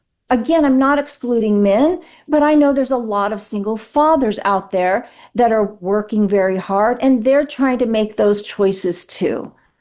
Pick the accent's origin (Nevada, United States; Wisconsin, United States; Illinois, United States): Nevada, United States; Las Vegas; Yeah, I'm from Vegas.